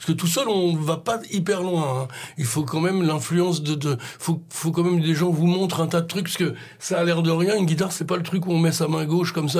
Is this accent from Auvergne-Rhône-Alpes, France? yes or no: yes; Grenoble, Auvergne-Rhône-Alpes, France; Les gens du 18e arrondissement, ces trucs-là, là, nous, on est de Grenoble, quoi.